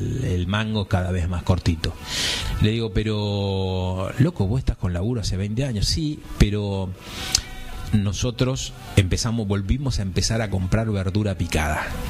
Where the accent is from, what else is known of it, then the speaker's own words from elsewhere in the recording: Buenos Aires Province, Argentina; soy de un pueblo chiquito que está rodeado de campos.